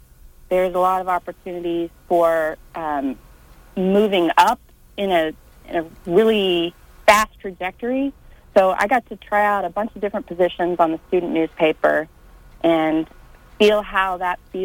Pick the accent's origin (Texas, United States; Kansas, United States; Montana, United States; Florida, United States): Kansas, United States; Concordia; Yeah, I grew up in the 80s and 90s and grew up on a farm just west of Concordia.